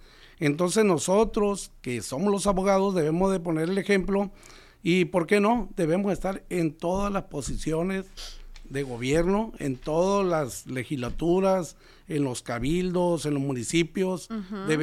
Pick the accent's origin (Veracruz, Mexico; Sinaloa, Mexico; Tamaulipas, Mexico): Sinaloa, Mexico; Villa Juárez; born there; el día de hoy estuve en mi tierra.